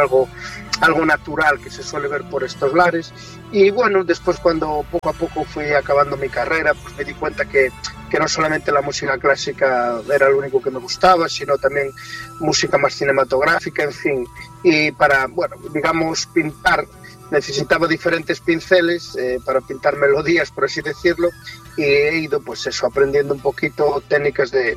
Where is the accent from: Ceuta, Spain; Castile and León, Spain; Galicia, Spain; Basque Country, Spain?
Galicia, Spain; desde pequeño nací aquí en Galicia, donde empecé una banda de música y en un grupo de música tradicional.